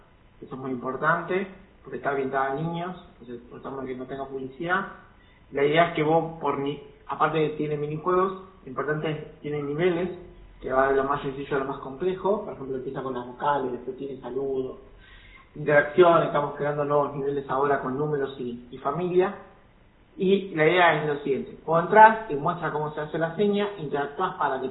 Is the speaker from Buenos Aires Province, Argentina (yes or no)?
yes; La Matanza, Buenos Aires Province, Argentina; De Buenos Aires, en mi caso, soy de Buenos Aires, La Matanza.